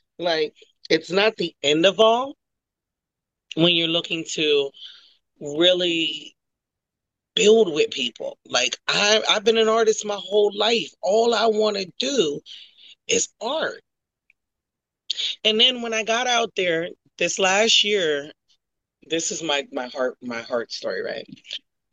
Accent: Washington, District of Columbia, United States; this little girl from DC

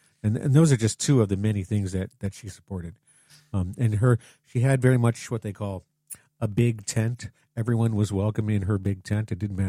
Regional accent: Highland Park, New Jersey, United States; Growing up in Highland Park, New Jersey, right across the river was New Brunswick.

